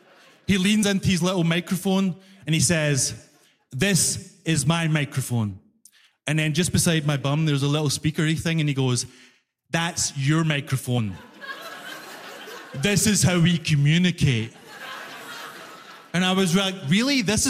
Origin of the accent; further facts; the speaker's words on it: Glasgow, Scotland, United Kingdom; Because that's the thing, I'm from Glasgow, right? If you don't know, Glasgow is the knife crime capital of Europe. Every single Glaswegian person is a psychopath, including me. You do not want to mess with Scottish people, you know?